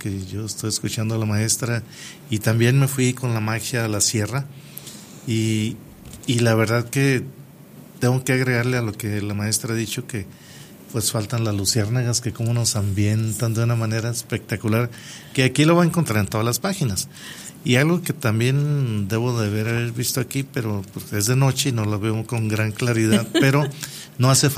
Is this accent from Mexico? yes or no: yes; Tayoltita, Durango, Mexico; Y el concierto de verano a mí me mandó a mi pasado, la verdad, de mi infancia, que fue en Tayoltita, con un clima excepcional en Tayoltita, y entre los árboles de mango y los frutales y tanta vegetación que hay en Tayoltita.